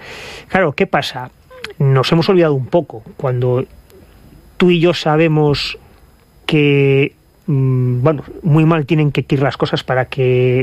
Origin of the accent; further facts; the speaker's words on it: Asturias, Spain; ya sabes que yo soy asturiano